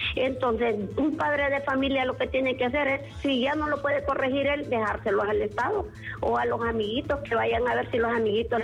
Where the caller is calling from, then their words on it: Francisco Morazán, Honduras; del Hato de en Medio.